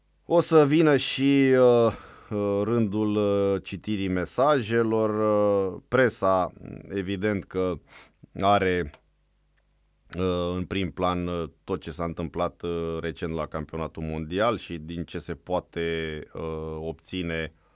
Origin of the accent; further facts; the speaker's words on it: Romania; Așa și pe mine ca român